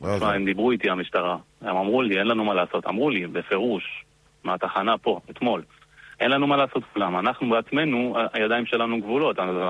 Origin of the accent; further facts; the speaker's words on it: Southern District, Israel; אני גדלתי באיזידור ואז גדלתי בכלל בשחמון. אני כרגע גר כאן עם אשתי.